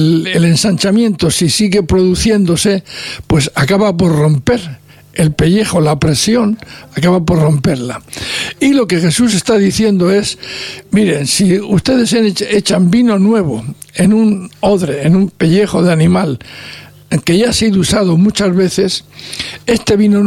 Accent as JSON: {"language": "Spanish", "region": "La Rioja", "country": "Spain", "tie": "born or raised there", "said": "allí en La Rioja le llamaban pellejos. Y yo recuerdo pues el camión que iba por mi pueblo, que los recogía y los llevaba a los lugares donde se vendía vino"}